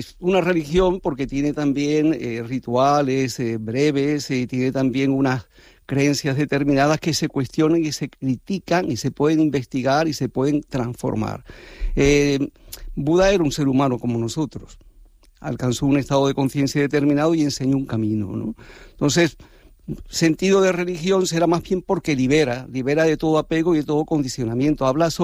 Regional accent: Santa Cruz de Tenerife, Canary Islands, Spain; also born or lived in India / Nepal / Thailand; yo soy de Tenerife, me crié en el barrio de Buenos Aires.

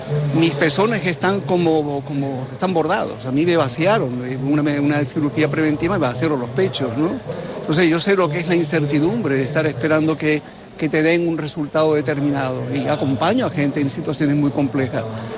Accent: Santa Cruz de Tenerife, Canary Islands, Spain; yo soy de Santa Cruz y es la primera vez que vengo al recinto.

